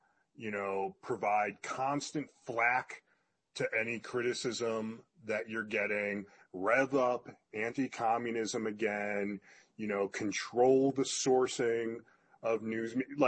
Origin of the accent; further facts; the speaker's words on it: United States; So I said, I'm an American Jew, and I don't understand what the objection is